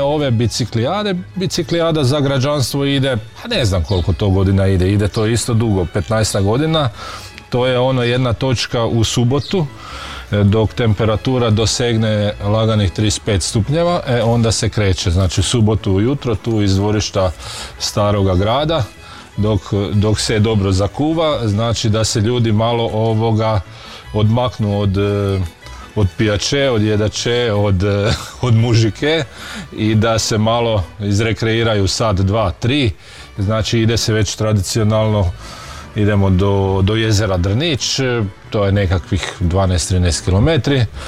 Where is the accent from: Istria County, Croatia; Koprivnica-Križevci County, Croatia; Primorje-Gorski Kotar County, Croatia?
Koprivnica-Križevci County, Croatia; Đurđevac; Evo, isto dolazim iz Đurđevca.